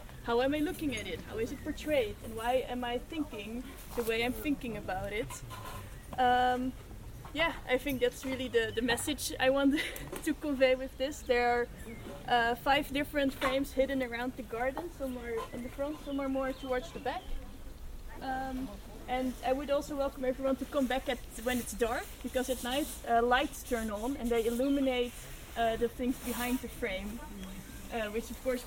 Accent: Netherlands; English is a second language; Yeah, I will be doing it in English, because I'm from the Netherlands. So my German is not that good.

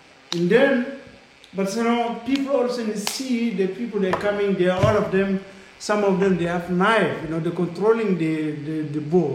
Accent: N'Djamena, Chad; English is a second language; I say, I'm from Chad. Well, where are you from, Chad? They say, N'Djamena. Ah, I'm from N'Djamena.

